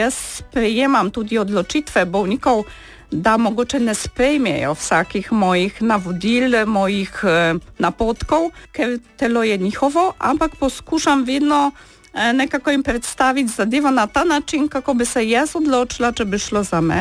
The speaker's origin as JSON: {"language": "Slovenian", "town": "Kraków", "region": "Lesser Poland", "country": "Poland", "second_language": "Slovenian", "moved": "as an adult", "lives_now": "Slovenia", "said": "Prihajam iz Poljske, iz Krakova, tam sem študirala medicino, spoznala svojega moža in potem sva se odločila, da mogoče nadaljujeva svojo pot v Sloveniji."}